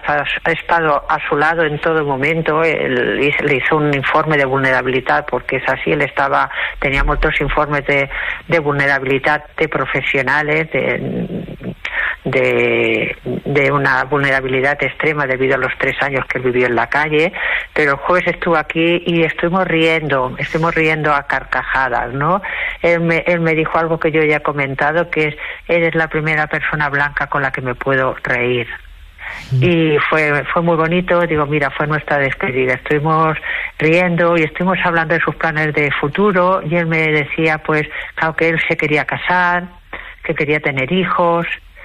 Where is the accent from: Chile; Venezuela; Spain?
Spain; Badalona, Catalonia